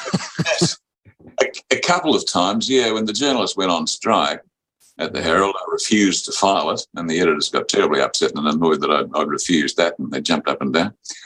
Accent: Australia; I thought, no, bugger that, I'm Australian, I'm not going to nod to her or bow to her or anything like that.

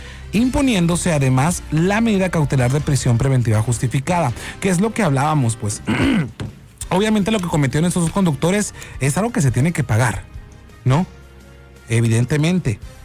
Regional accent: Hermosillo, Sonora, Mexico; somos de Hermosillo y recuerda que somos bien fachosos.

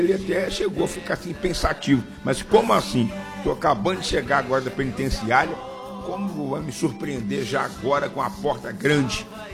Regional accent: Leopoldina, Minas Gerais, Brazil; now in Juiz de Fora, Brazil; da cidade de Leopoldina, minha cidade natal, né, de Leopoldina

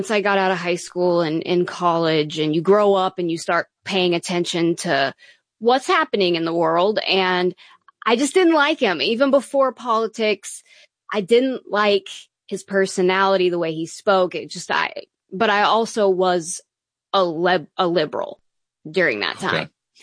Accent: Oklahoma, United States; I grew up in Oklahoma, where all the cows are and the football. Small town, very small town, Oklahoma.

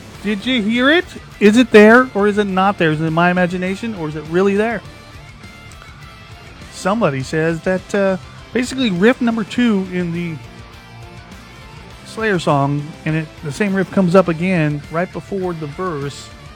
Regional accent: Australia; now in Boulder Creek, United States

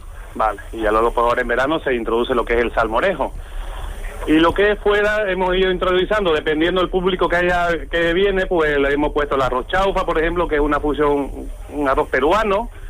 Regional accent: Bolivia; moved away; Porque me vine muy joven, entonces es una cocina muy complicada.

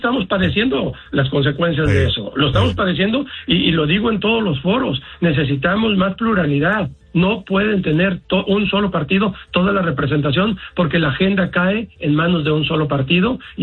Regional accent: Jalisco, Mexico; now in Santa Fe Springs, United States; Yo soy miembro de la Asociación de Jaliscienses Unidos en Acción, soy jalisciense

